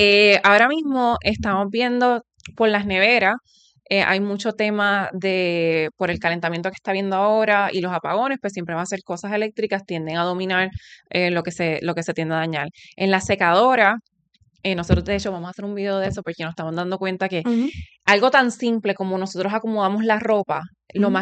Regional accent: Puerto Rico; born there; Nací en Puerto Rico, egresada de la Universidad de Mayagüez, Ingeniería Química

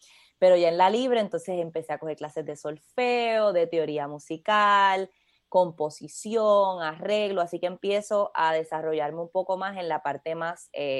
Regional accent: Caguas, Puerto Rico; also born or lived in Vega Alta / Gurabo; nací en Caguas, pero cuando empecé a tocar el cuatro, yo vivía en Vega Alta

